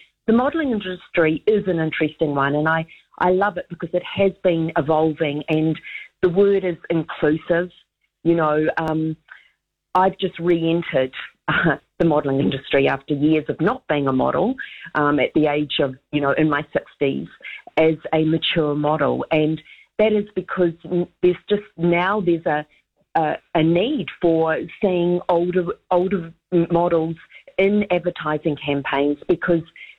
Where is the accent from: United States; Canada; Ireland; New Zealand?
New Zealand; being a Kiwi